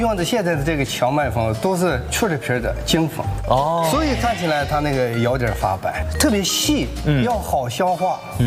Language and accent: Chinese; Shaanxi, China